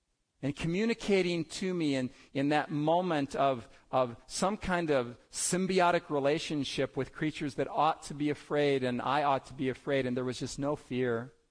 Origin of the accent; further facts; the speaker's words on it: United States